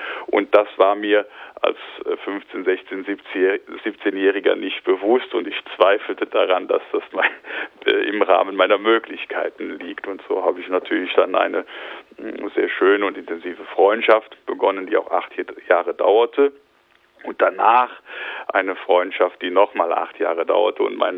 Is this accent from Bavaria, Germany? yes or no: no; Unkel, Rhineland-Palatinate, Germany; meine erste Kirchenmusikerstelle in der Erzdiözese Köln, also in meiner Heimat, angetreten, in dem Nachbarort von Unkel, wo ich herkomme